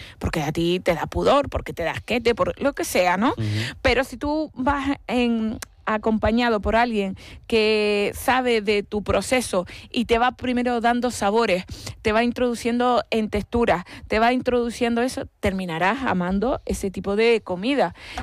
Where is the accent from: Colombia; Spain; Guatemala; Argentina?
Spain; Canary Islands; nos hacemos la foto de que somos canarios